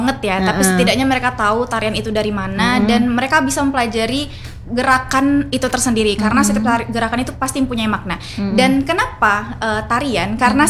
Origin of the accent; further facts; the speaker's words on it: Bengkulu, Indonesia; kita kan berasal dari Indonesia, berasal dari Provinsi Bengkulu.